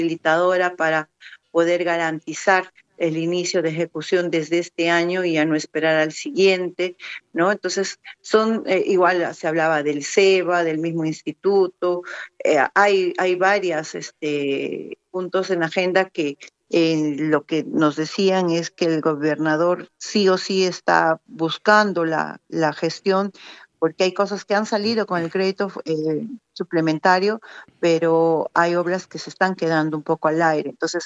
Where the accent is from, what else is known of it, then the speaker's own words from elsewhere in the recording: Peru; todos como orgullosos peruanos